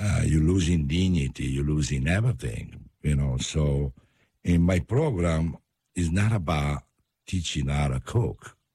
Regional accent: Naples, Campania, Italy; English is a second language; moved away; Yeah, I'm from Naples.

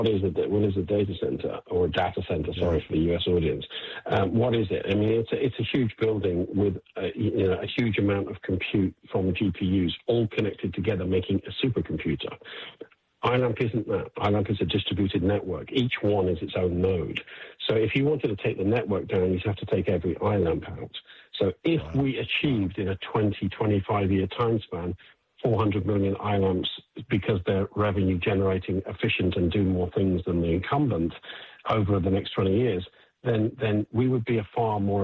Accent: United Kingdom; And, you know, I'm a Brit, but I still want America to win in this race.

